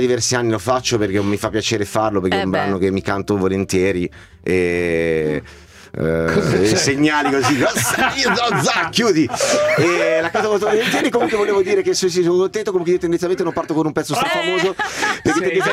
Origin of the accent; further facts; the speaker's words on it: Massa Carrara, Tuscany, Italy; moved away as an adult; now in Luni, Italy; io tecnicamente, fra l'altro, che sono di Massa Carrara